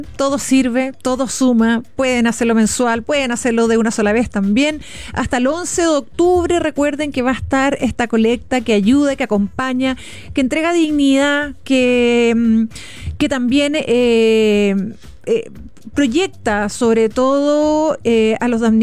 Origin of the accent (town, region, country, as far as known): Chile